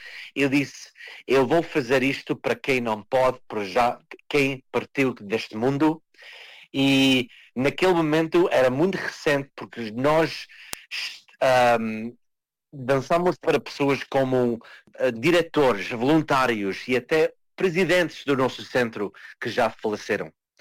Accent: Portugal; now in Canada; Então, foi aí que nós, como portugueses, podemos fazer muito quando estamos unidos.

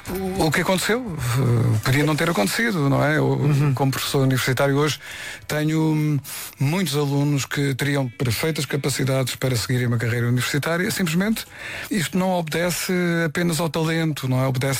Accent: Setúbal, Portugal; Corresponde de Setúbal, uhum. Minha cidade natal.

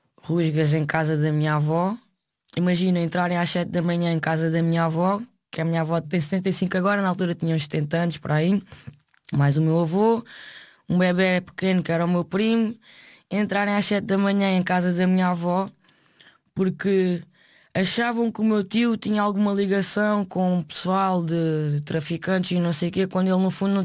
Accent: Portugal; eu estudei, eu cresci aqui, é o país onde eu nasci

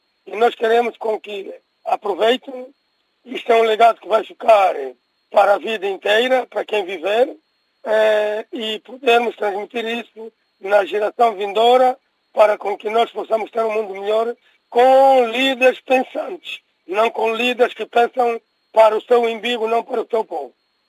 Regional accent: Portugal; Eu, como português

